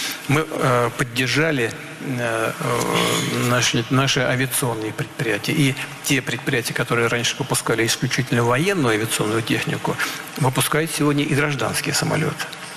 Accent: Saint Petersburg, Russia; Шанхай – город-побратим моего родного города, Петербурга

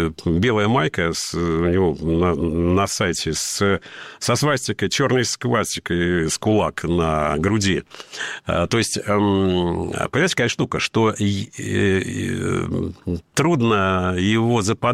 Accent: Dagestan, Russia; В России я дагестанец, а в мире я русский.

